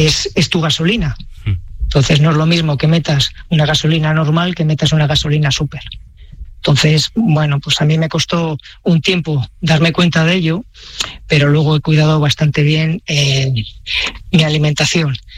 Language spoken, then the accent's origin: Spanish; Palencia, Castile and León, Spain; fue más que nada por promocionar mi tierra. Uh-huh. Al final mucha gente se piensa que Palencia es llano, es tierra de campos.